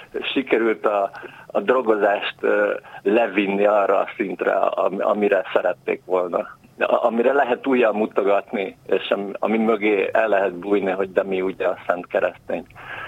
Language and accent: Hungarian; Budapest, Hungary; Én mondjuk az ötödik kerületben születtem, itt nőttem föl